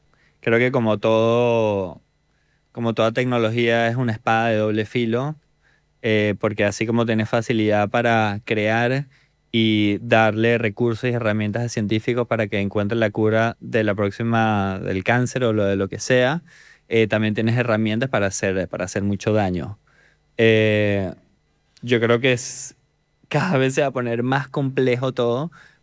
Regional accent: Venezuela; como nosotros somos venezolanos

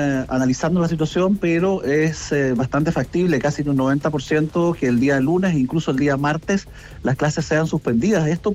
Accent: Andacollo, Coquimbo, Chile; Yo soy de Andacollo

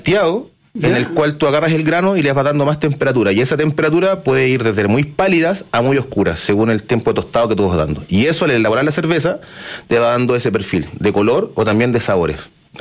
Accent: Concepción, Biobío, Chile; yo soy de Concepción, del sur, y allá también se toma harta malta con huevo.

